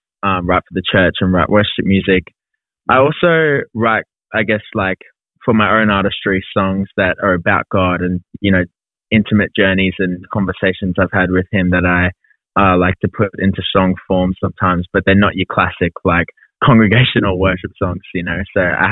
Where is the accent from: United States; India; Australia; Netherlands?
Australia; Brisbane, Queensland; I'm a 21-year-old singer-songwriter. I have been born and raised in Brisbane, Australia. I've been here my whole life, which is awesome. I love it up here.